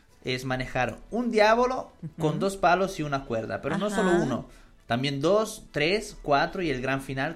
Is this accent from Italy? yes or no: yes; Italy; Spanish is a second language; vengo de Italia.